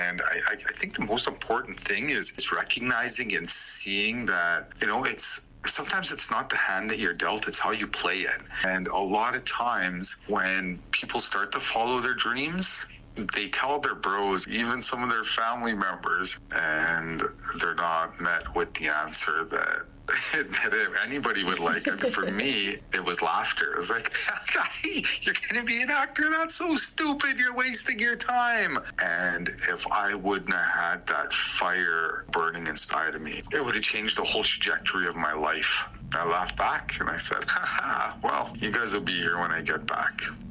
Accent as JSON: {"language": "English", "town": "Manning", "region": "Alberta", "country": "Canada", "tie": "born or raised there", "said": "I am from up in northern Alberta. I was born in Manning and come from a small community up there. that if you're driving up the Mackenzie Highway, you've passed right by my grandma's house. So yes, I'm a northern boy."}